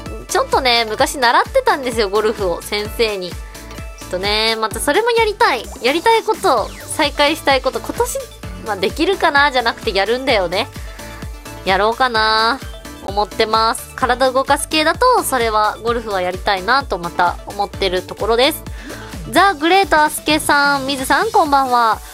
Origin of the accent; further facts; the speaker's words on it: Yamanashi, Japan; こちらもぜひ山梨、私の地元でございます、遊びに来てくれたら嬉しいです